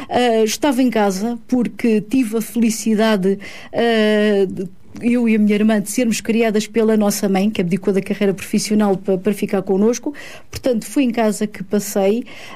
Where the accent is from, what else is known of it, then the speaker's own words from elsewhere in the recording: Pinteus, Lisbon, Portugal; also born or lived in Guinea-Bissau; eu vim de Guiné-Bissau efetivamente muito pequena, eu vim com um mês de idade, e depois fui criada, toda a minha infância foi passada, portanto, numa pequena aldeia, Pinteus, que pertence ao concelho de Loures